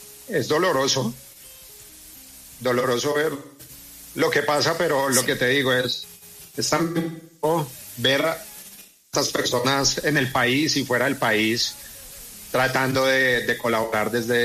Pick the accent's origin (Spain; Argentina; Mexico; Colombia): Colombia; Bogotá; now in Cali, Colombia; yo soy de Bogotá, pero amo Cali, me fui muy joven para allá